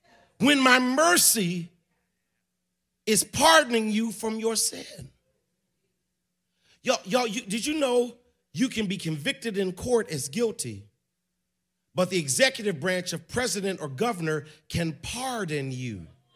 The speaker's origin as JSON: {"language": "English", "town": "Chicago", "region": "Illinois", "country": "United States", "tie": "born or raised there", "said": "as old school Baptist as you can get. I was brought up in Lilydale Progressive Missionary Baptist Church on the south side of Chicago."}